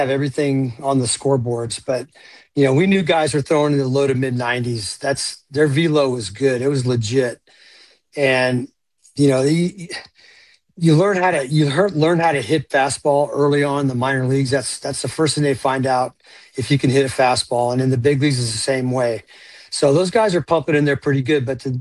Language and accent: English; Clearwater, Florida, United States; I grew up in Clearwater, so I got to see them play a lot.